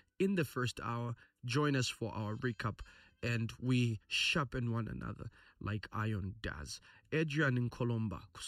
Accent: Ndola, Copperbelt, Zambia; from Mushili, Bonano Ndola.

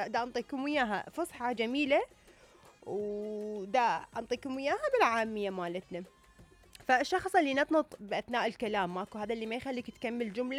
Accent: Syria; يعني أنا شخصيا سوري يعني ما أقدر أطيق هذا الموضوع بصراحة.

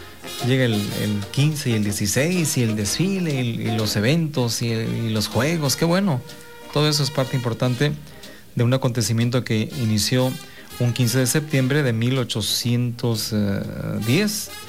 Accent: Mexico

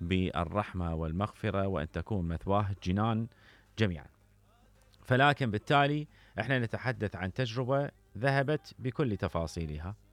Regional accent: Iraq; مسؤوليتنا كعراقيين،

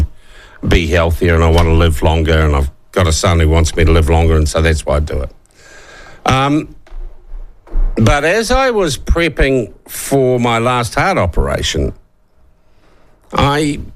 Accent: New Zealand; I am a Pacific Islander because I'm a New Zealander, and that's an island in the Pacific.

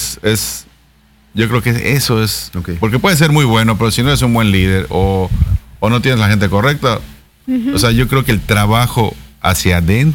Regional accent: Yucatán, Mexico; me enorgullezco de como yucateco, de dónde estoy

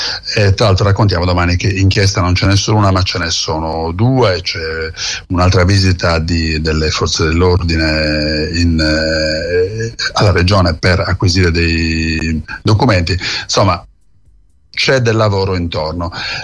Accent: Alghero, Sardinia, Italy; Io sono di Alghero

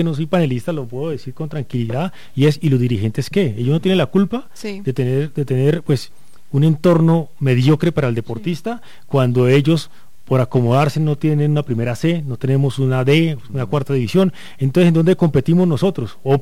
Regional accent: Colombia

